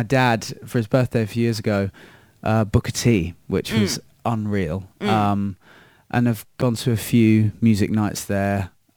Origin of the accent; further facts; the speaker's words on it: Banbury, South East England, United Kingdom; I'm not from London. I'm from a little town called Banbury near Oxford.